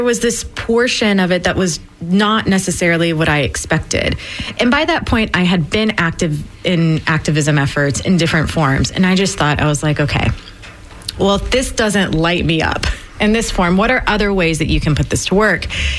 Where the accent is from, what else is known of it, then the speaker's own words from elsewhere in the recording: Tampa, Florida, United States; So I'm from Florida. I'm from Tampa. My mom's family is from Ybor City.